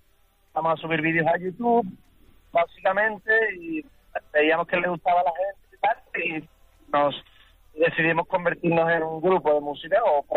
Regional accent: Seville, Andalusia, Spain; pero vamos, un grupo que tiene sangre del sur de España, claro. y tal, pero somos gente de Sevilla

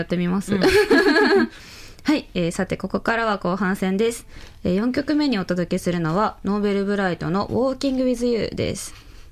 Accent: Kanzaki District, Hyogo, Japan; moved away; めちゃくちゃ田舎から出てきてるんですけど、うん、まあ、その神崎郡はあの姫路市と同じ学校の校区、高校があの校区一緒だったので、うん、あの姫路の学校に通ってたんですけど、

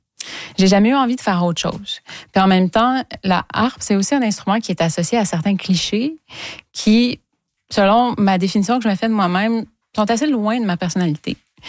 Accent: Trois-Rivières, Quebec, Canada; moved away; je viens de Trois-Rivières. J'ai habité longtemps à Trois-Rivières

